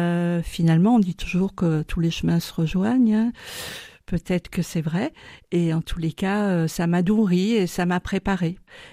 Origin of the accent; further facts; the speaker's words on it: Lyon, Auvergne-Rhône-Alpes, France; Je suis, on va dire, lyonnaise. Voilà, depuis l'âge de 2 ans où je suis arrivée à Lyon, je suis lyonnaise avec des racines méditerranéennes du côté de ma maman et du sud-ouest de mon papa.